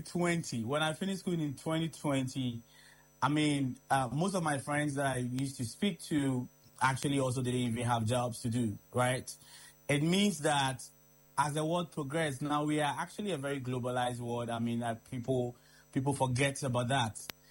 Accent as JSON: {"language": "English", "country": "Ghana", "tie": "born or raised there", "said": "These opportunities being talked about, we don't see them in Ghana. I grew up in Ghana, spent all my days in Ghana."}